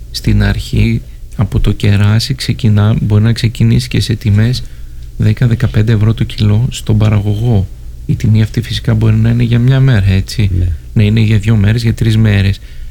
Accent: Greece; σαν Έλληνες

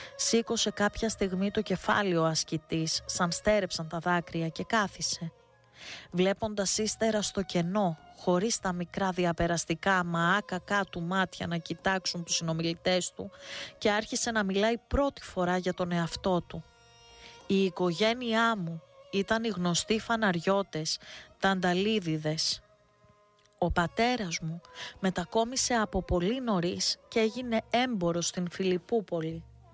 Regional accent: Istanbul, Turkey; Ορφάνεψα από μικρός Και έτσι με ανέλαβε ο θείος μου, ο καθηγητής, και μεγάλωσα στην Κωνσταντινούπολη.

